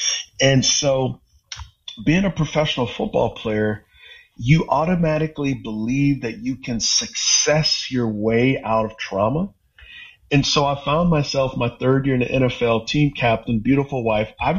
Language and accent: English; San Antonio, Texas, United States; moved away; growing up in Texas